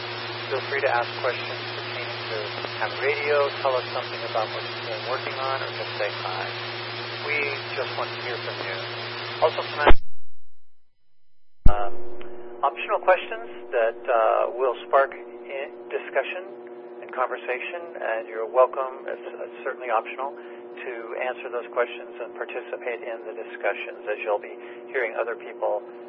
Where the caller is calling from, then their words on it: Oak Hill, Texas, United States; I'm from Oak Hill using the 147.320 repeater.